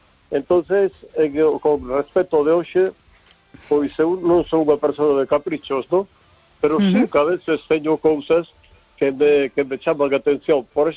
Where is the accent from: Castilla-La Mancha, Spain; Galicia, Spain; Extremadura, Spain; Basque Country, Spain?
Galicia, Spain; Vigo